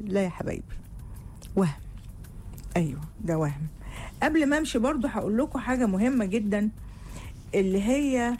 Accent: Egypt

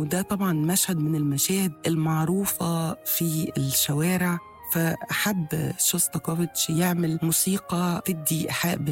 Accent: Egypt; إحنا كمصريين

